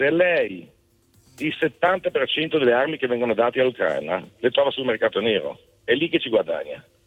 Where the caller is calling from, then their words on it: Lugano, Ticino, Switzerland; Siamo da Lugano, buongiorno.